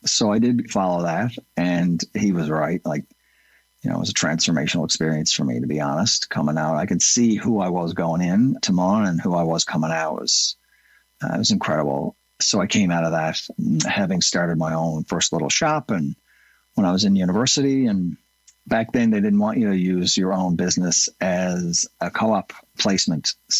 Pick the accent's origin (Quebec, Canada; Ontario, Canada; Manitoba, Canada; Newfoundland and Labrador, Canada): Newfoundland and Labrador, Canada; Mount Pearl; now in St. John's, Canada; I was a little dude growing up in Mount Pearl, Newfoundland. Never shy to say I got my start in Mount Pearl. Loved that place.